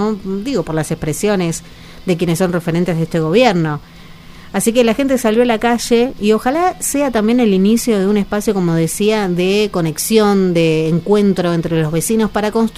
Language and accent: Spanish; Argentina; Tenemos eso los argentinos